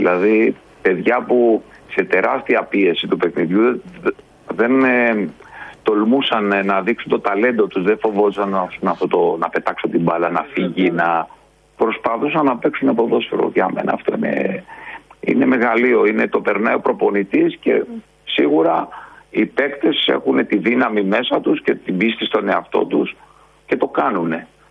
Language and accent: Greek; Greece; είμαι Έλληνας.